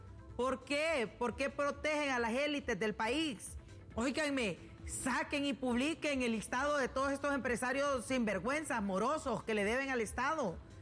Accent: Honduras

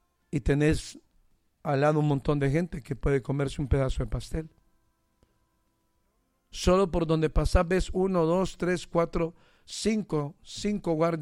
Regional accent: Honduras

